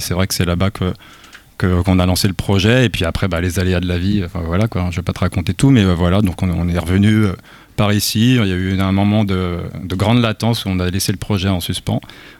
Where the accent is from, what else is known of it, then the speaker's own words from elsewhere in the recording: Vitré, Brittany, France; moi j'étais de Vitré en fait.